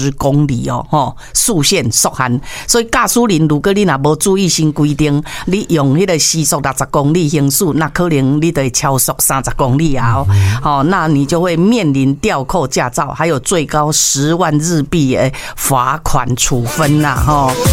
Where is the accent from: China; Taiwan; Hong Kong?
Taiwan; 我们台湾人